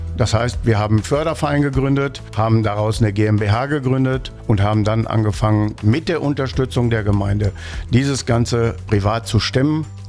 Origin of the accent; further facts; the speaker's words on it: Hövelhof, North Rhine-Westphalia, Germany; Urhövelsenner aus Hövelhof, geboren in Hövelhof und heimatgebunden.